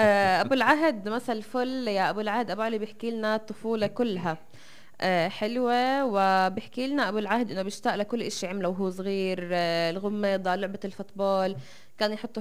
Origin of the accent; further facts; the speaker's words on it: Nablus, Nablus Governorate, Palestine; عندنا بنابلس